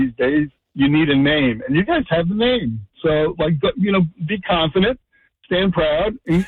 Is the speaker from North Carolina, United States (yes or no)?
no; New Jersey, United States; I'm more of a regular town kid growing up in New Jersey.